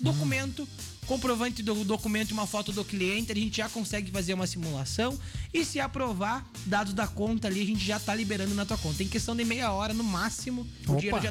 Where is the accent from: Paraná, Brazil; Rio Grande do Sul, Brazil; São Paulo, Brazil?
Rio Grande do Sul, Brazil; Cruz Alta; Eu sou de Cruz Alta, terra do Érico Veríssimo, né?